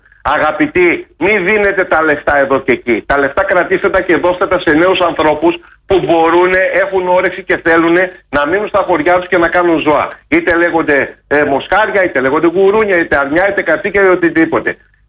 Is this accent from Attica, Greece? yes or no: no; Epirus, Greece; εμείς που μεγαλώσαμε στην Ήπεθρο